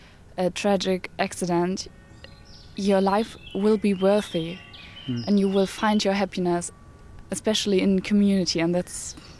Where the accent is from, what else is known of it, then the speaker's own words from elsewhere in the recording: Dresden, Saxony, Germany; English is a second language; moved away as an adult; I'm 19 years old and I am from Germany, from Dresden.